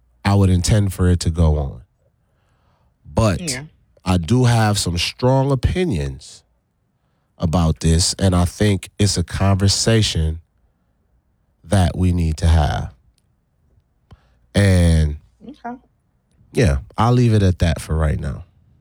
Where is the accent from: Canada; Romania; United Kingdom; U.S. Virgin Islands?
U.S. Virgin Islands; Charlotte Amalie; now in Milwaukee, United States; in school in the Virgin Islands. Yes, in St. Thomas, they'd have beat us. They'd have beat us. Look, my accent just came back out